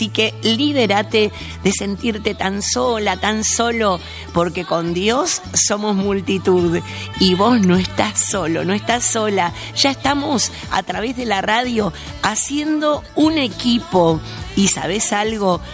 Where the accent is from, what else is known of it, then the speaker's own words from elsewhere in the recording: Argentina; Somos un ministerio argentino. Estamos transmitiendo todo esto desde Buenos Aires, desde esta hermosa ciudad de Buenos Aires